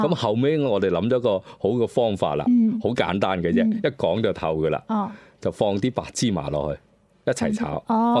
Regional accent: Guangzhou, Guangdong, China; 咁其實可以體現咗我哋廣州人其實就冇乜脾氣嘅

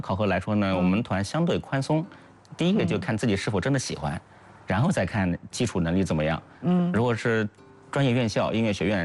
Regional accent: Fengyang, Anhui, China; 农村，小时候在凤阳农村。

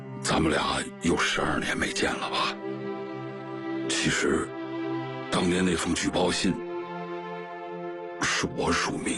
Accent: Sihong, Jiangsu, China; 哦，对了，您刚才问我是江苏哪里的，我老家呀就是泗洪的。

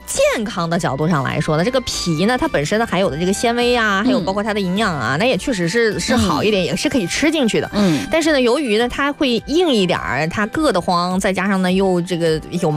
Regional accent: northern China, China; 我也是个北方人

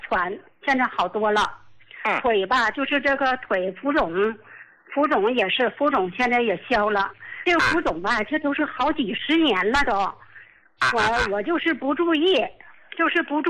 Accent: Qiqihar, Heilongjiang, China; 我是齐齐哈尔的。

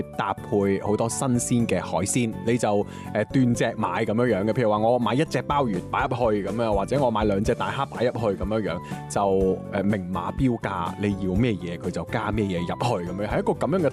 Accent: Guangdong, China; 它更加有少少像我們廣東人平時吃的那些碗仔翅呢、

